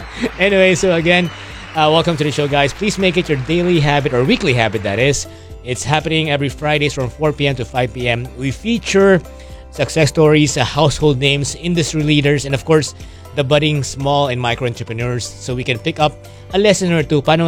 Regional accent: Valenzuela, Metro Manila, Philippines; Of course, these guys come from my hometown, ha? Taga Marulas, Valenzuela, at mga to.

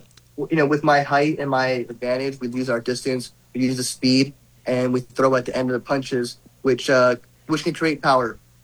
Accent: Philippines; also born or lived in Korea; now in United States; So I was born in Korea. Because my father was in the military, but I was raised in the Philippines for 4 years before I moved to the U.S.

